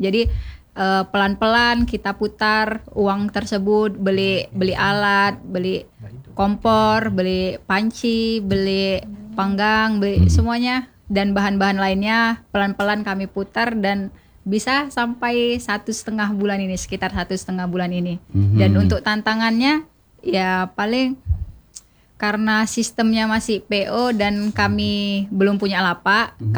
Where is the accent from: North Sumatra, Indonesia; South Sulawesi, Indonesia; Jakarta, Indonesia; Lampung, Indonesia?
North Sumatra, Indonesia; Aek Kanopan; moved away; asal saya dari Aek Kanopan, Sumatera Utara.